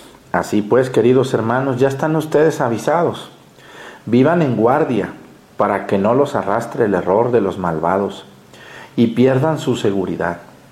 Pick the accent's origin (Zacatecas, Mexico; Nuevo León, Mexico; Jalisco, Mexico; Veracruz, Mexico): Jalisco, Mexico; Mexticacán; moved away; a Mexicacán, a mi pueblo